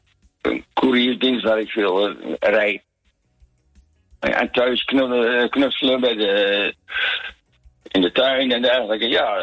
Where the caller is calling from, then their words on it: Emmen, Drenthe, Netherlands; we wonen in Emmen, hè, Bert. We hebben een mooi huis en een mooie tuin.